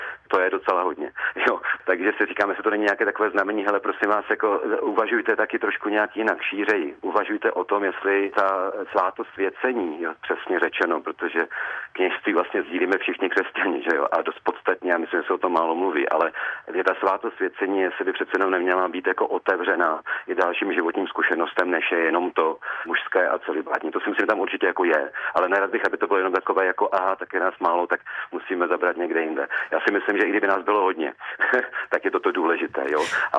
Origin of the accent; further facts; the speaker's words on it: Brno, South Moravian Region, Czechia; A já samozřejmě, protože jsem rodilý Brňák, tak jako jinou test je, má jako jasné brněnské kořeny, tak já jsem se s tím setkával už od svého mládí.